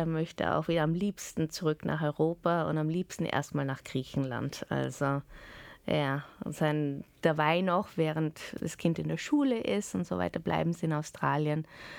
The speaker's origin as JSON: {"language": "German", "town": "Port Harcourt", "region": "Rivers", "country": "Nigeria", "tie": "born or raised there", "also_born_or_lived": "Lagos", "said": "Und haben sie gefragt, wo ich aufgewachsen bin. Da habe ich gesagt, eben Port Harcourt, Lagos und so weiter."}